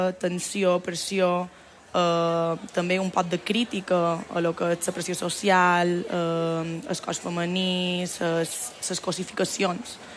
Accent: Palma, Balearic Islands, Spain; jo soc de Palma, pues, la meva primera opció era sortir de fora i veure que te pots quedar a casa teva, que pots disfrutar de l'illa

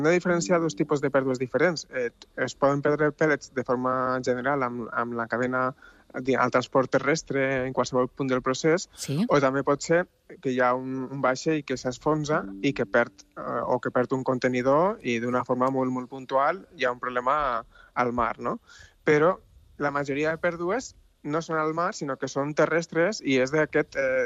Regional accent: Tarragona, Catalonia, Spain; now in Basque Country, Spain; Bueno, jo sóc de Tarragona, eh? Però jo estic vivint al País Basc

